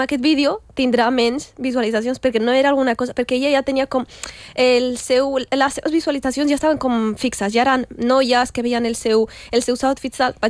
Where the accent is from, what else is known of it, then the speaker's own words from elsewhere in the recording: Catalonia, Spain; Si et pregunten i tu li dius soc catalana, et diuen ja, i què més?